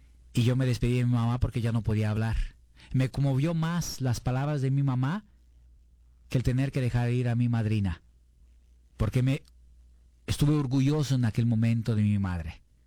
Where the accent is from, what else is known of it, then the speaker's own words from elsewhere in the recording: Brazil; moved away; Yo crecí en Brasil, soy un padre misionero para los migrantes